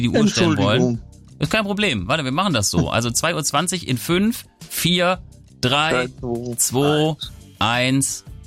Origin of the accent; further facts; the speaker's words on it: Hesse, Germany